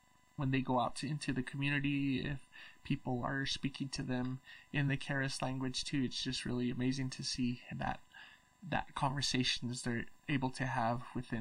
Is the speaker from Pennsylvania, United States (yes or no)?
no; Cochiti, New Mexico, United States; I am from the Pueblos of Cochiti and San Felipe and I come from the Oak Clan.